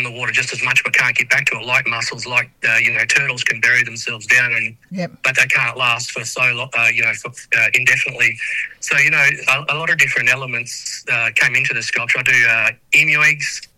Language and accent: English; Menindee, New South Wales, Australia; now in Broken Hill, Australia; I'm actually from Menindee, but I like New South Wales, but I live in Broken Hill.